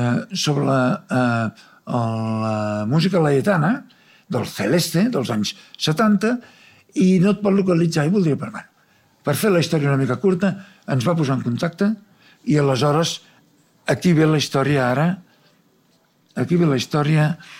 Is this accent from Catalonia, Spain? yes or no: yes; Barcelona, Catalonia, Spain; moved away as an adult; now in Netherlands; jo sóc molt català i sóc molt de Barcelona i m'adono que, esclar, el fet que estic a Holanda